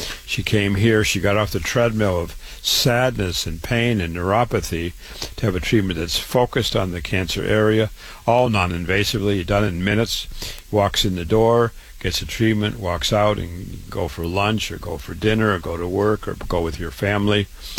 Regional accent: Waterloo, Iowa, United States; I was born and raised in Waterloo, Iowa.

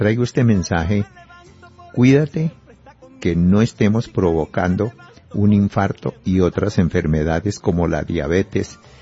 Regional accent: Boyacá, Colombia; en mi tierra Boyacá

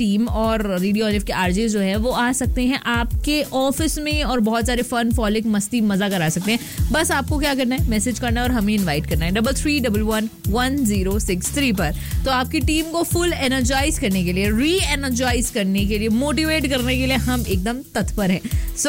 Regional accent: Bhopal, Madhya Pradesh, India; now in Qatar; and मैं भोपाल से हूँ, एंड हाँ कतर जो है वो थोड़ा सा रिजेंबल जो है वो करता है, बिकॉज यहाँ पानी है, रोड वैसी ही है, सीनरी वैसी ही है

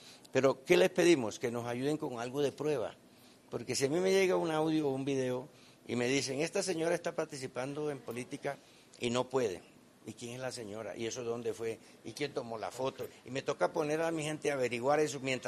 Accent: San Juan del Cesar, La Guajira, Colombia; yo soy de San Juan del Cesar, que es la mata mundial de los compositores.

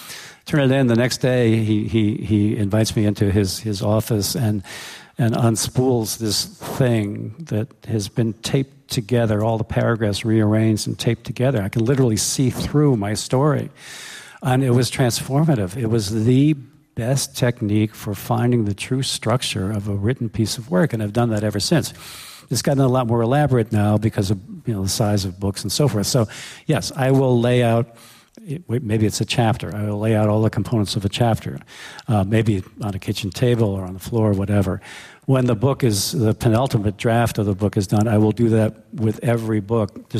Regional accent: New York, United States; I grew up on Long Island in a very modern glass house surrounded by very tall trees.

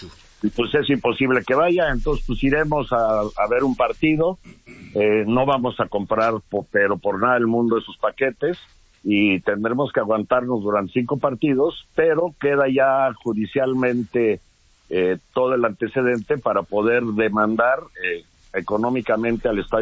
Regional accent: Mexico; Y nosotros estamos ya hoy viendo por el orgullo nacional, el orgullo como mexicanos

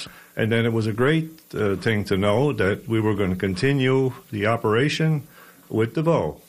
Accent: Isle Madame, Nova Scotia, Canada; I'm from Isle Madame, and I've been working for this operation for DeVoe for over a year

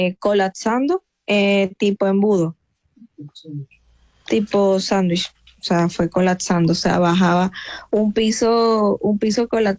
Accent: Caracas, Capital District, Venezuela; Yo soy de Caracas, nací en la clínica Loira.

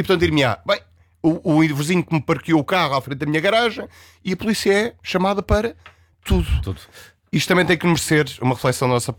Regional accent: Centro, Portugal; na minha terra, que eu sou da zona da Beira Baixa

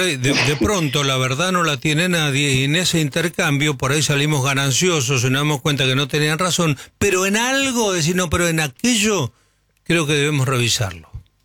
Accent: Patagonia, Argentina; yo vengo de la Patagonia

